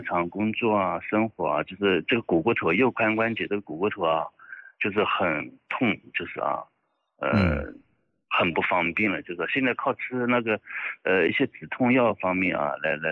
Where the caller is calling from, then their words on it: Jinhua, Zhejiang, China; 我们金华这边嘛